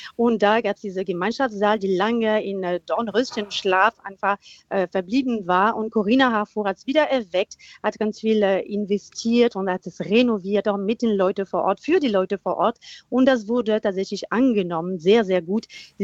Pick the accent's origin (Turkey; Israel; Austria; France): France; now in Brandenburg, Germany; erstmal bin ich Französin.